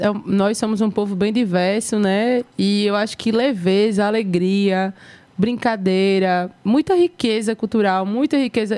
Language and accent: Portuguese; Northeast Brazil, Brazil; E nós somos cria do sol quente nesse território, né?